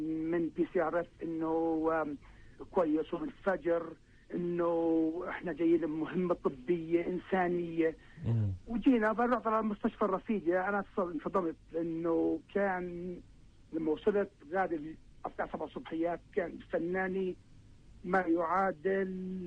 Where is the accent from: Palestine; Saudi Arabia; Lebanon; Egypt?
Palestine; now in United States; أنا كإنسان كفلسطيني